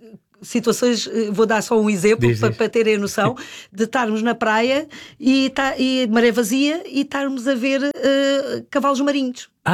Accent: Cascais, Lisbon, Portugal; born there; also born or lived in Brazil; como fomos viver depois para a linha de Cascais, não é? Ali fomos viver, fui viver propriamente para São Pedro Estoril.

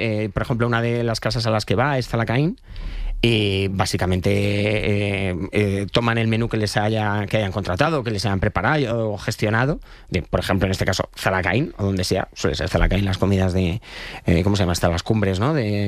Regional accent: Leganés, Community of Madrid, Spain; aunque he criado en Leganés

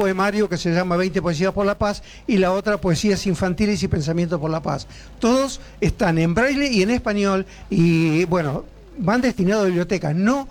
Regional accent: Lincoln, Buenos Aires Province, Argentina; Bueno, vengo de Lincoln, de la Pampa Húmeda, de la zona del Triunfo.

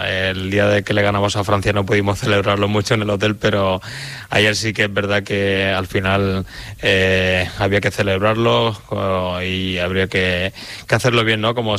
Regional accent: Spain; Hombre, al final, como buenos españoles, hay

